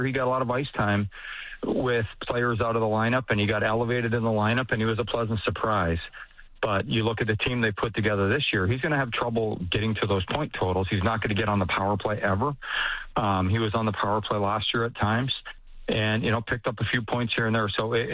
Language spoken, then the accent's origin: English; Swan Hills, Alberta, Canada; born there; I was born in Swan Hills, Alberta. It was about 250 people. I was, you say, I was person 251